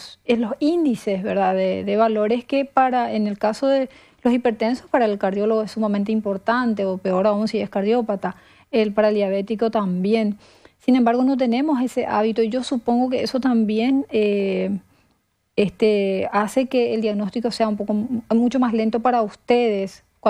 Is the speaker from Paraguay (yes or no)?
yes; Paraguay; Bueno, voy a hablar de los paraguayos porque soy paraguaya.